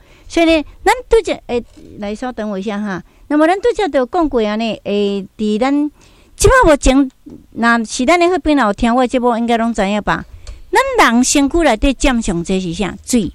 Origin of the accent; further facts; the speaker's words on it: Daegu, North Gyeongsang, South Korea; 我的故乡在大邱，因为我是大邱人哈。